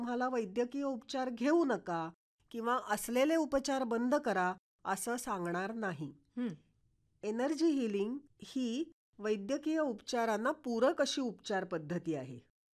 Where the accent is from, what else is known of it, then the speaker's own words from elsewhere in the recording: Mumbai, Maharashtra, India; now in Ratnagiri, India; मी मूळची मुंबईची. 2000 साली मी जेव्हा रत्नागिरीत आले तेव्हा माझ्यासाठी तो एक मोठा बदल होता.